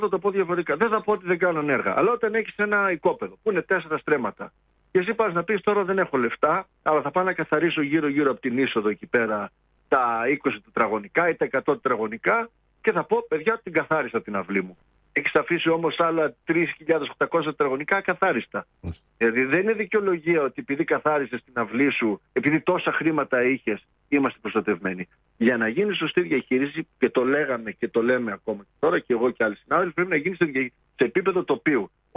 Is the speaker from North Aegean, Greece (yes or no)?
yes; Lemnos, North Aegean, Greece; γιατί κατάγομαι από τη Λίμνο.